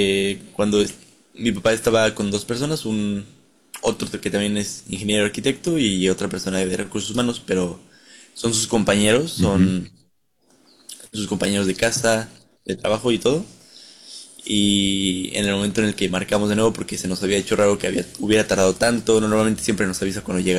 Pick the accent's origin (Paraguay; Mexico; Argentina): Mexico